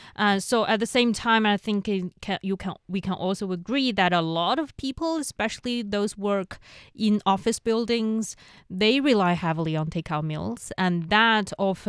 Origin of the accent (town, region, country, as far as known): Inner Mongolia, China; born or raised there; moved away